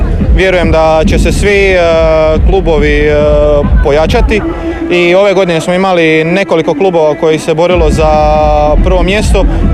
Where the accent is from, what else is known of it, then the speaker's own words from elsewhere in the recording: Slavonia, Croatia; moved away as an adult; now in Omiš, Croatia; kad se dođe ovdje kao Slavonac